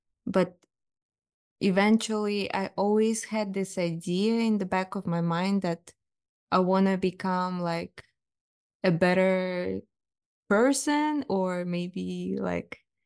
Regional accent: Kazakhstan; moved away as an adult; I think my hometown will be my main home. And I actually hope to maybe go back and live in Kazakhstan for like an extended period, or move back completely if everything falls into place in the future.

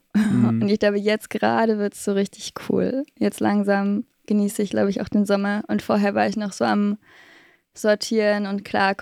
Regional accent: Leipzig, Saxony, Germany; born there; Und ich wurde auch in Leipzig geboren, tatsächlich.

